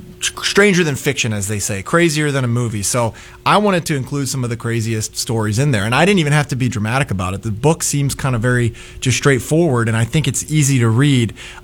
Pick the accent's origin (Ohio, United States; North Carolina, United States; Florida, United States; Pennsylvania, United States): Florida, United States; Fort Myers; now in Chicago, United States; I was from a place called Fort Myers